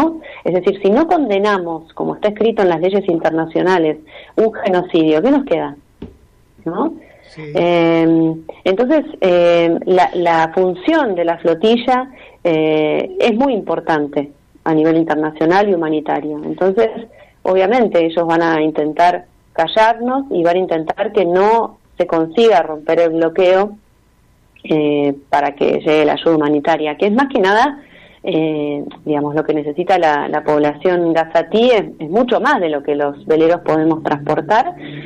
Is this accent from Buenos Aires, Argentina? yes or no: yes; Buenos Aires, Argentina; born there; moved away as an adult; now in Esquel, Argentina; Yo nací en Buenos Aires y hace 16 años me vine a vivir a la Patagonia, en Esquel. Estoy viviendo en Esquel, Chubut, en la zona cordillerana de la provincia.